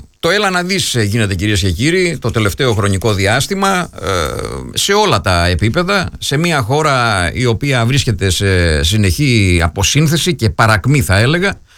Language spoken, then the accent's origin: Greek; Lechaina, Western Greece, Greece; Εγώ θα μείνω λίγο στον τόπο μου, εκεί στο χώρο που, στην πόλη που έχω γεννηθεί και ζω, στα Λεχενά, του Δήμου Αδραβίδας Χιλίνης.